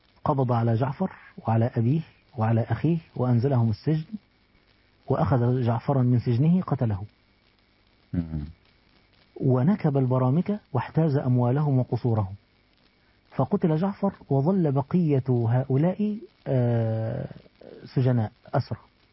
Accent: Egypt; فاكر احنا عندنا في مصر موقف لطيف لذيذ

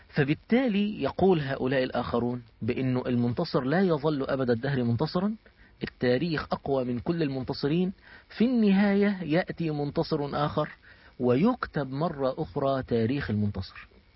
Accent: Egypt

